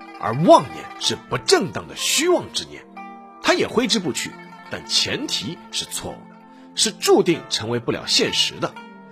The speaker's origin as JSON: {"language": "Chinese", "country": "China"}